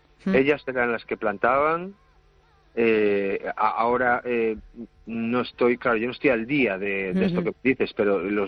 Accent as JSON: {"language": "Spanish", "town": "Cangas", "country": "Spain", "said": "yo soy de Cangas y tengo ese lenguaje aún de ir a sachar abeja."}